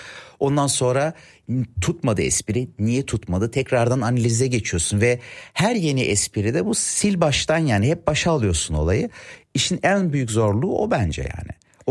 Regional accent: Germany; Annemi Almanya'ya getiriyor. 1970'te evleniyorlar. 71'de annem geliyor. 87'li ben doğumluyum. İki tane büyük abim var. Biri benden 14 yaş büyük. Biri 10 yaş büyük. Yani ben açıkçası pek planda yoktum. Ama aileye güzel bir neşe getirdiğimi düşünüyorum. Burada okula gittim.

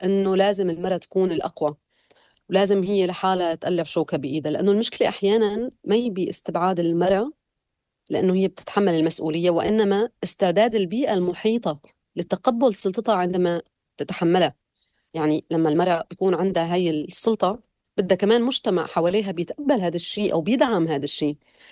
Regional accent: Syria; moved away as an adult; now in Germany

